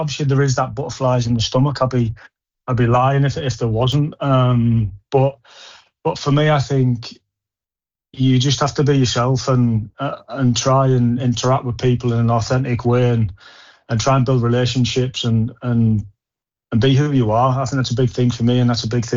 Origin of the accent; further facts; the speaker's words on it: Middlesbrough, North East England, United Kingdom; growing up in Middlesbrough